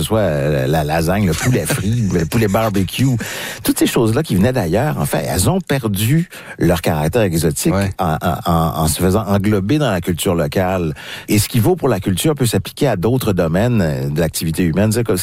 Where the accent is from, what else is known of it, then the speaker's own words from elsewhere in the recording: Quebec, Canada; chez moi, mais je suis du Saguenay-Lac-Saint-Jean, madame.